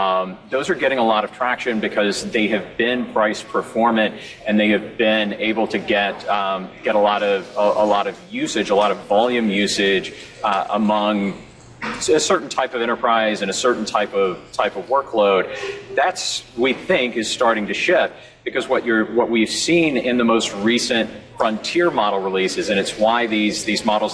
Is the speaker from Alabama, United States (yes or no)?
yes; Alabama, United States; There's a data center, Paul referenced, you know, my home state of Alabama.